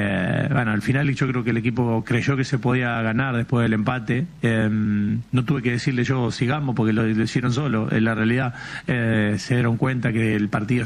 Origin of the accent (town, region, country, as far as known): Pujato, Santa Fe, Argentina; born or raised there